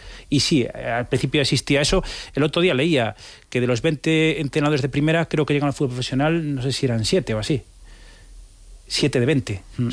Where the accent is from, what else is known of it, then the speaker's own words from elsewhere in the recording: Vigo, Galicia, Spain; Si soy de Vigo...